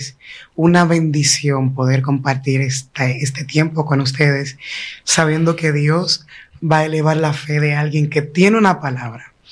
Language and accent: Spanish; Villa Altagracia, San Cristóbal, Dominican Republic; moved away as an adult; yo vengo de un batey de Villa Altagracia, se llama Básima. Yo crecí ahí junto a mi familia. Nunca salí de ahí hasta ahora que me casé.